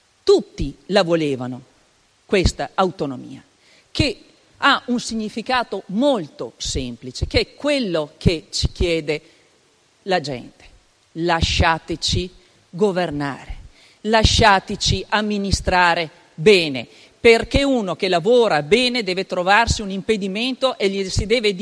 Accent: Veneto, Italy; Abbiamo una forte identità. Abbiamo la voglia di distinguerci come veneti, perché siamo orgogliosi di esserlo.

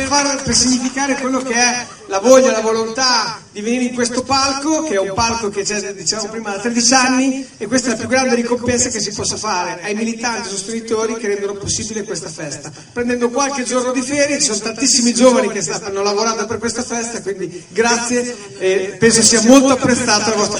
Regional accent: Forlì, Emilia-Romagna, Italy; noi siamo romagnoli doc, perché Simone sì. Di Mendola, io sono di Carpinello, che è la persona di Forlì e quindi teniamo alle nostre origini.

